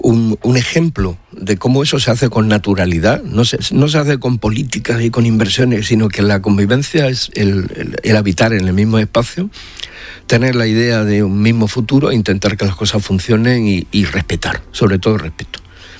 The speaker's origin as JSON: {"language": "Spanish", "region": "Melilla", "country": "Spain", "tie": "born or raised there", "said": "como yo soy melillense, nacido, y para mí ha sido siempre una cosa natural, la convivencia y el hecho de compartir."}